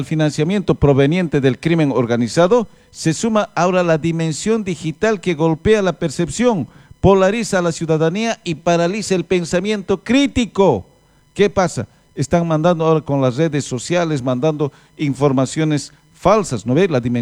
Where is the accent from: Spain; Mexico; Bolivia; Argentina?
Bolivia; podemos tener esas diferencias como bolivianos